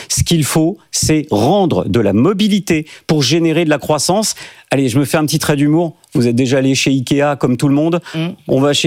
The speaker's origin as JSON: {"language": "French", "country": "France", "said": "Vous savez, je suis français, je suis comme tout le monde, je vois l'état de la dette"}